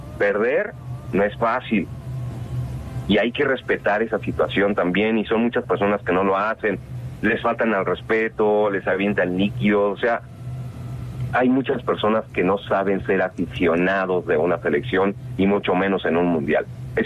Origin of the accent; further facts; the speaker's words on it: Mexico; Nos falta mucho como mexicanos